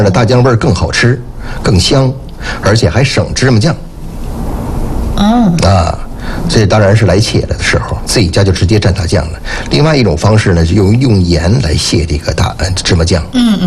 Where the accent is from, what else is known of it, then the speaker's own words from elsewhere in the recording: Jinzhou, Liaoning, China; 像咱锦州人，没谁不能理解北京的一些，除了豆汁儿不太好喝之外。